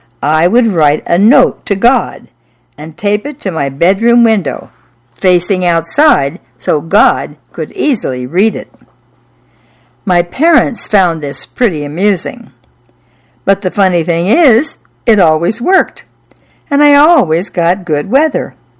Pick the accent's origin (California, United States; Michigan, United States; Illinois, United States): Michigan, United States; Iron River; Growing up in Iron River in Michigan's Upper Peninsula, good weather for swimming was never predictable, and I loved to swim.